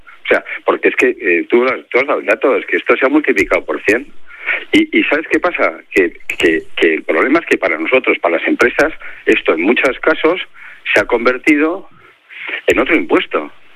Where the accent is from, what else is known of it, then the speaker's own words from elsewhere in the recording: Basque Country, Spain; donde más absentismo hay en España es en mi tierra, en el País Vasco.